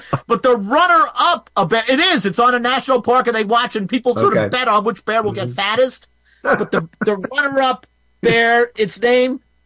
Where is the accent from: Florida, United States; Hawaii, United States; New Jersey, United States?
New Jersey, United States; New Jersey update. My home state.